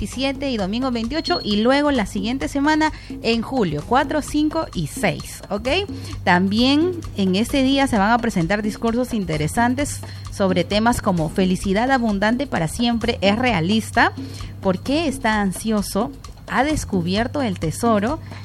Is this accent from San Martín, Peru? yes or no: yes; Juan Guerra, San Martín, Peru; Como siempre, yo en Juan Guerra, amigo. Juan Guerra es mi tierra, mi casa